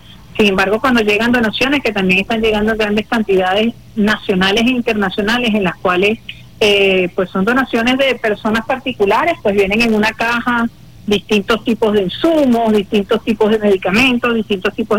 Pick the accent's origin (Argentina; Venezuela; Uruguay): Venezuela; Como patriotas venezolanos y venezolanas que somos.